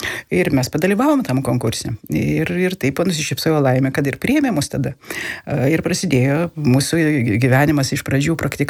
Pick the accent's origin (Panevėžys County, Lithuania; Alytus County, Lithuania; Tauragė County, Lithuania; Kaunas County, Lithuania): Tauragė County, Lithuania; Skaudvilė; moved away; aš iš Skaudvilės.